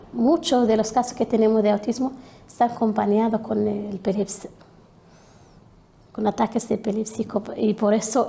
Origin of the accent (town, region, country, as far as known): Western Sahara